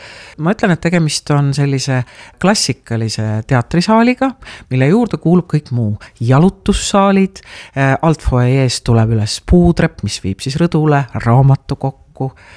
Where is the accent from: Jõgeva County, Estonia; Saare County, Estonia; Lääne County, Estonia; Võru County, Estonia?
Saare County, Estonia; now in Kuressaare, Estonia; Mina olen siit pärit, ma olen pärit maalt, mina lõpetasin Orissaare keskkooli.